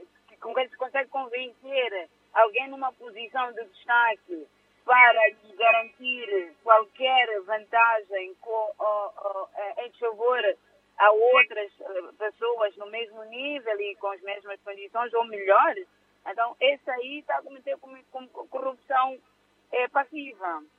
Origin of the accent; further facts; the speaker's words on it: Mozambique; como moçambicanos devemos acreditar